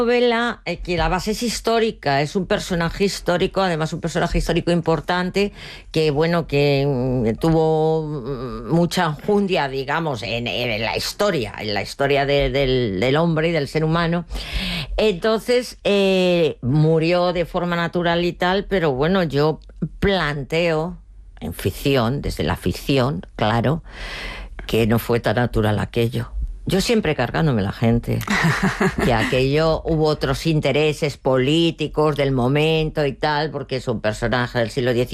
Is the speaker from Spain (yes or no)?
yes; Spain; yo, como española y cocina tradicional española, pues bueno, pues lo planteo.